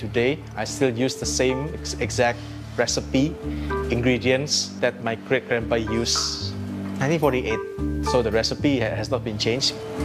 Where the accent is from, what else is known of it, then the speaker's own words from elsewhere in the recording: Surabaya, East Java, Indonesia; This is the one of the mall in Surabaya, my hometown.